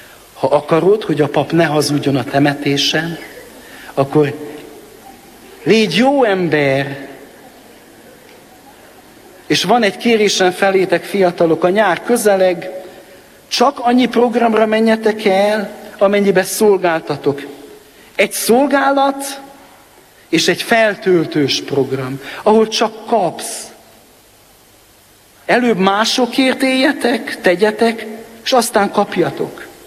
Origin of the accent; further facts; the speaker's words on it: Transylvania, Romania; Hogy ilyen szépnek teremtetted Erdélyországot, az én szülőhazámat.